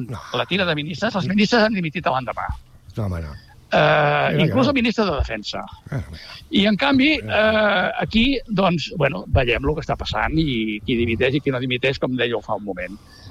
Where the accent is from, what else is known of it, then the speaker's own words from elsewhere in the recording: Catalonia, Spain; jo visc a Catalunya i sóc administrativament espanyol. Nacional català, però administrativament espanyol.